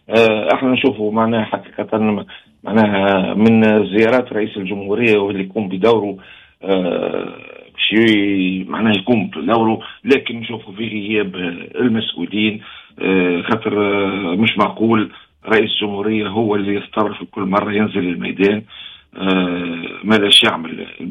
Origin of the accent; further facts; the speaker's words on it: Tunisia; اللي اسقنا واللي حز في نفسنا كتونسي.